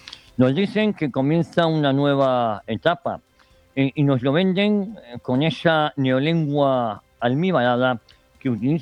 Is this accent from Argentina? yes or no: no; Spain